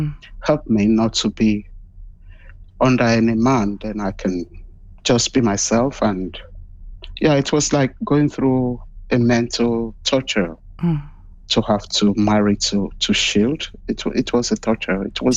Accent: Nigeria; moved away as an adult; It was a tough thing to be a lesbian or someone that is LGBTIQ growing up in Nigeria.

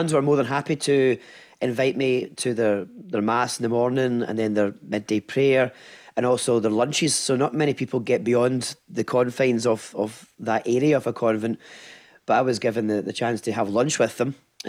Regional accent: Mossend, Scotland, United Kingdom; my hometown in Moss End, in the parish of Holy Family Moss End

